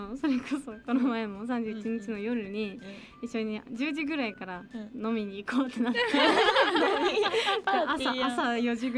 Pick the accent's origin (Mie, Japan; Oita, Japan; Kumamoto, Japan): Oita, Japan; 私大分。でも一緒一緒、大分も一緒。